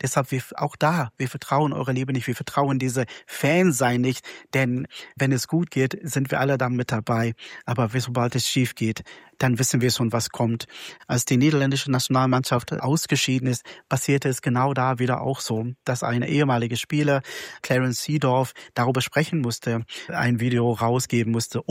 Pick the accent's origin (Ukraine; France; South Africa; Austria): South Africa; now in Lower Saxony, Germany; Ich bin in Südafrika groß geworden mit 11 amtlichen Sprachen, eine diverse Kultur, in eine multireligiöse Hausfamilie.